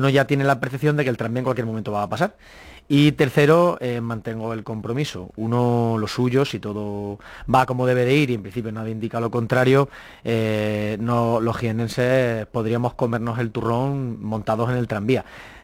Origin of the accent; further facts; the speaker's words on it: Jaén, Andalusia, Spain; Yo, que soy súper de Jaén